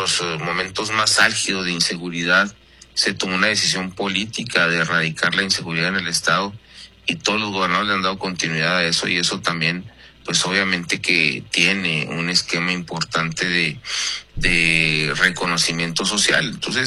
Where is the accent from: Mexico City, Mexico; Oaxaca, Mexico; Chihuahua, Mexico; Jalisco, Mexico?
Chihuahua, Mexico; born there; Yo nací en Chihuahua. Mi familia es del municipio de Guerrero, ahí en a 168 kilómetros de la capital. Toda mi familia es de allá. Mi papá es de una comunidad que se llama Basúchil, él nació ahí, mi mamá en el municipio de Guerrero